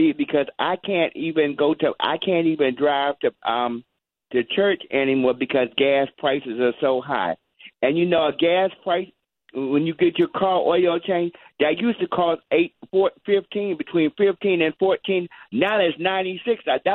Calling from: Silver Spring, Maryland, United States; calling from Silver Spring.

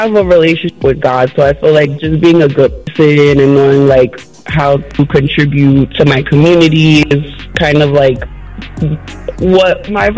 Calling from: New York City, New York, United States; I'm calling from the Bronx.

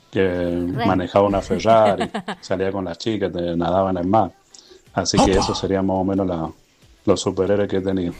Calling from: Maipú, Santiago Metropolitan, Chile; 998 de Maipú.

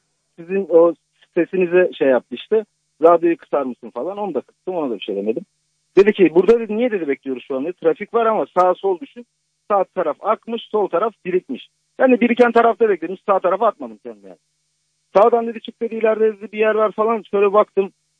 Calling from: Istanbul, Turkey; ben de İstanbul'dan arıyorum.

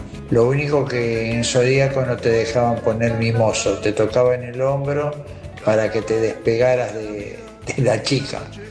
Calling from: Caballito, Buenos Aires, Argentina; Hola, tiburón … de Caballito.

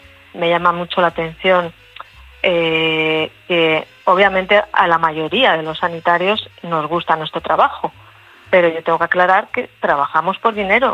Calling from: Madrid, Community of Madrid, Spain; soy de Madrid, pero en estos momentos estoy de vacaciones en el Mediterráneo.

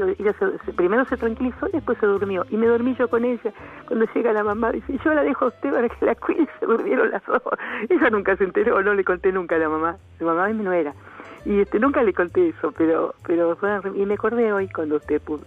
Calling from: Chascomús, Buenos Aires Province, Argentina; de Chascomús.

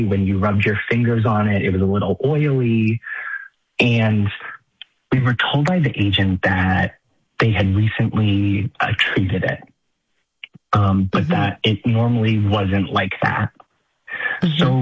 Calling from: South Dartmouth, Massachusetts, United States; I'm calling from South Dartmouth, Massachusetts.

